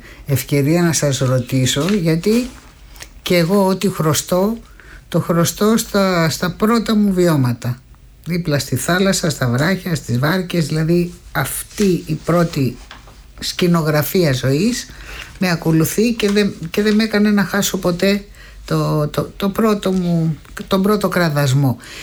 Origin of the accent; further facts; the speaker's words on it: Greece; ότι είμαστε Έλληνες εμείς.